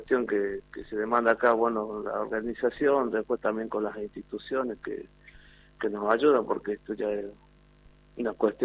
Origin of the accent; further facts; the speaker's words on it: San Fernando del Valle de Catamarca, Catamarca, Argentina; yo soy nacido y criado en Capital.